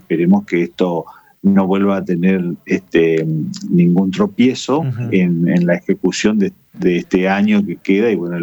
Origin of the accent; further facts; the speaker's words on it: Corrientes, Argentina; En definitiva, somos los correntinos los que estamos soportando estos gastos cuando suceden algunas cuestiones.